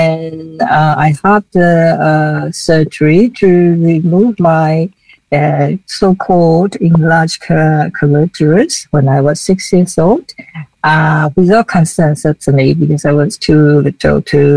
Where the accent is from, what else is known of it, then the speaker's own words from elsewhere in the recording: Taiwan; first language Chinese; English is a second language; I'm from Taiwan, and I am the founder of OII Chinese since 2008.